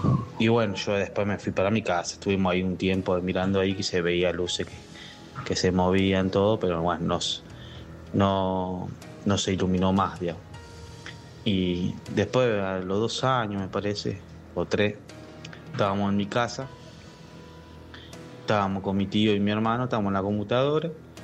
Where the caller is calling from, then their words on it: Chivilcoy, Buenos Aires Province, Argentina; soy de Chivilcoy.